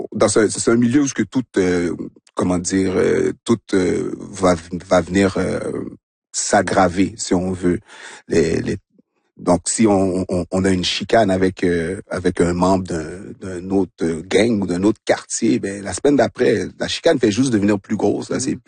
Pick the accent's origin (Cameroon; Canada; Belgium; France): Canada; Montreal, Quebec; Moi, j'ai grandi à Rivière-des-Prairies et Montréal-Nord.